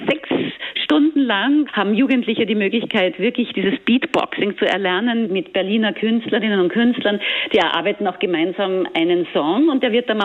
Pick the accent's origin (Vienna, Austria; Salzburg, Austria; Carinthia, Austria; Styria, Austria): Vienna, Austria; now in Bad Hersfeld, Germany